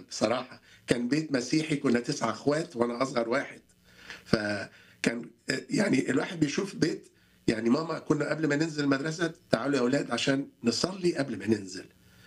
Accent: Egypt; فانا اتولدت فعلا في مصر وكنت موجود معاهم دايما في الكنيسه في ايام الاحد، وكنا بنروح مدارس الاحد وبنتعلم عن التربيه المسيحيه من صغرنا.

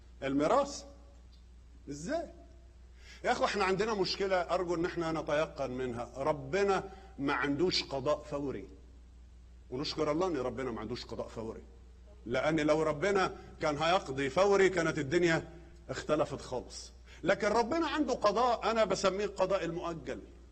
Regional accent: Egypt; عندنا في مصر

